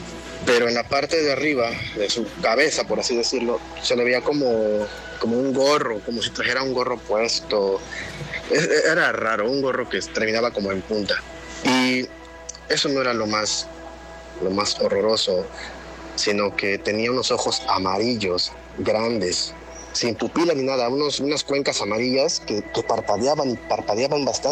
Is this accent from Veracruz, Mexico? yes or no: yes; Veracruz, Mexico; soy de Veracruz.